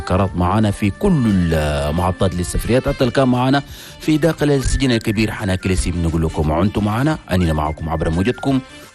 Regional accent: Chad; بلدنا تشاد

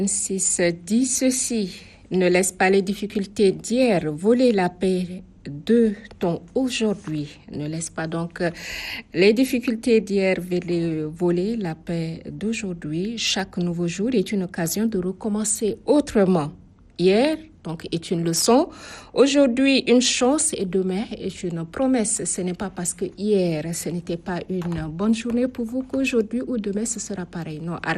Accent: Chad; nous revenons chez nous au Tchad

